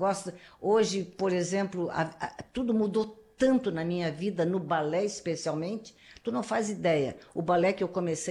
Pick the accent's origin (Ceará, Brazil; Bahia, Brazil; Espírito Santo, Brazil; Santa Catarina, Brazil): Santa Catarina, Brazil; now in Porto Alegre, Brazil; Eu sou catarinense. Meus pais são de origem portuguesa, meu pai de São Francisco do Sul, minha mãe de Florianópolis … parente do Ercílio Luz, da Ponte.